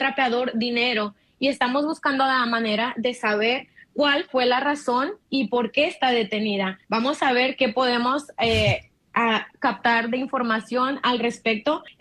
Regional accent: Uruapan, Michoacán, Mexico; now in Dallas, United States; Vengo de México, obviamente, a Uruapan, Michoacán, pero vivo en la ciudad de Dallas.

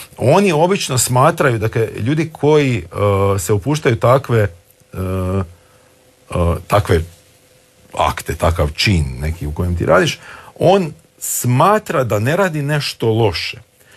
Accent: Slavonia, Croatia; moved away; Ja sam iz Slavonije, onda to redovno idem u Slavoniju.

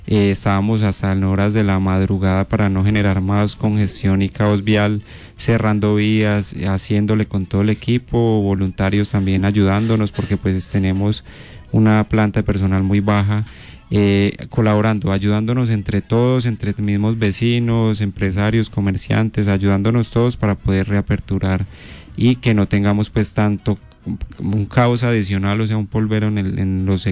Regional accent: Pereira, Risaralda, Colombia; yo soy pereirano.

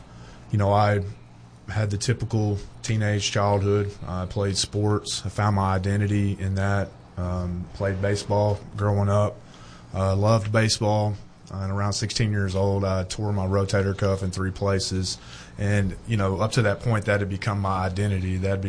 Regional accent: Fordyce, Arkansas, United States; So I was raised in South Arkansas, a little town called Fort Ice.

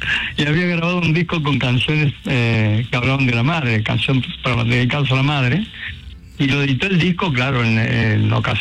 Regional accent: Córdoba, Argentina; la arquidiócesis de Córdoba, viste, siendo yo tan cordobés

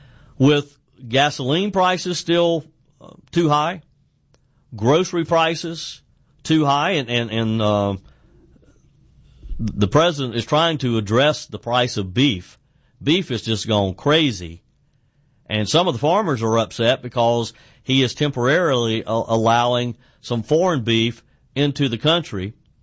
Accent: South Carolina, United States; say in my home state of the upstate of South Car

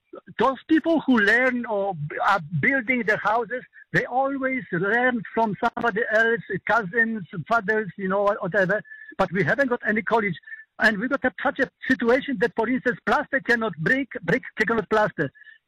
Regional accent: Poland; English is a second language; now in United States; You know, as you know, I came from Poland, and at the end of the, before the communist collapse, the government allowed for private activity.

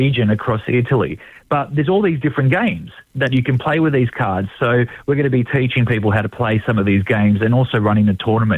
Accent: Melbourne, Victoria, Australia; I'm from Melbourne myself

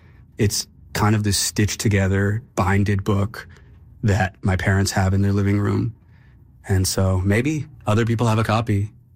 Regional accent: Toronto, Ontario, Canada; I grew up in Toronto. I love it. I love everything about it. I love even the subways, even though everyone hates them.

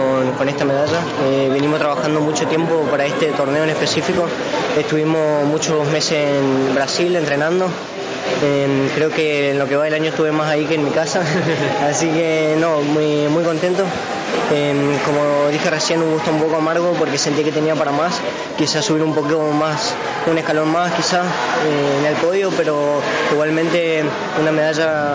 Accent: Pirané, Formosa, Argentina; moved away as an adult; now in Buenos Aires, Argentina; Yo soy de Formosa, de Pirané específicamente, y me fui a vivir a Buenos Aires hace 3 años, solo para entrenar ahí con la selección

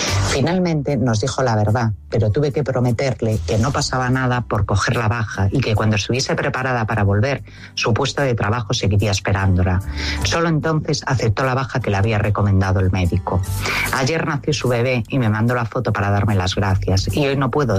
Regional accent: A Coruña, Galicia, Spain

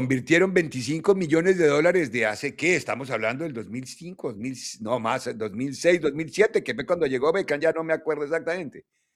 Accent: Colombia; moved away

